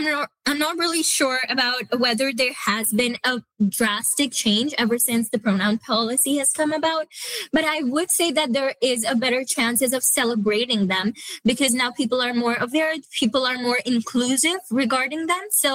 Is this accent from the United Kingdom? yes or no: no; Saskatoon, Saskatchewan, Canada; because I'm from Saskatoon, so I come from a large public school from a city.